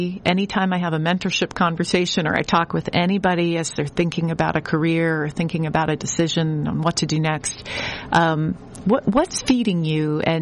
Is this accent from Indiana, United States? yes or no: no; Boston, Massachusetts, United States; being a Bostonian